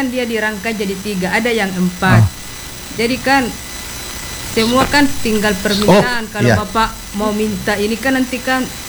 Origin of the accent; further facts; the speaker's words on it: North Sulawesi, Indonesia; torang dari Talaut